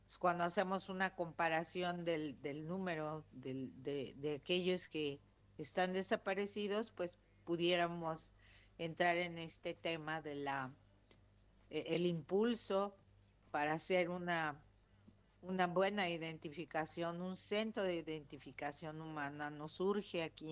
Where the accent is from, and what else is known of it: Mexico